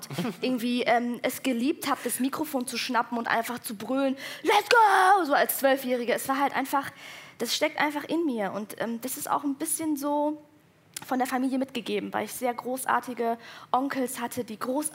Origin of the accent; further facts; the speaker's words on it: Hesse, Germany; accent: Hessian; meinen hessischen Dialekt